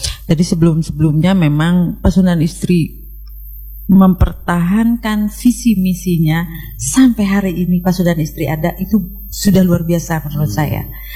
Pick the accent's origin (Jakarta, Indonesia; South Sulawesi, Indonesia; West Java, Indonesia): West Java, Indonesia; Jadi mari kita biasakan nih sebagai orang Sunda, jangan banyak mengeluh.